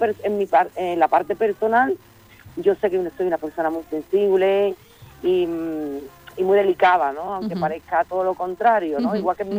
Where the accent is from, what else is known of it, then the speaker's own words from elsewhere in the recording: Sanlúcar de Barrameda, Andalusia, Spain; Yo vengo de la tradición, soy de Sanlúcar de Barrameda, me rodea mucho arte